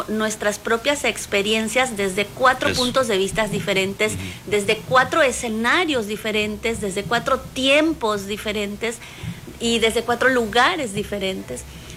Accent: Paraguay; Entonces, bueno, yo como paraguaya, yo … Es en guaraní, es el idioma de mi país.

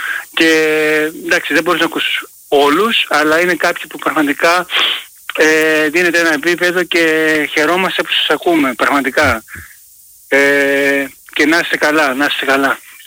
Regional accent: Kalymnos, South Aegean, Greece; από Κάλυμνο.

